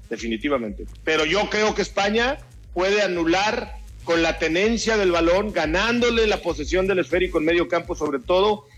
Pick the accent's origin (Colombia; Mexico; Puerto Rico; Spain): Mexico; Torreón, Coahuila; mi afición por mi equipo de mi ciudad natal. Yo soy de Torreón, le voy al Santos Laguna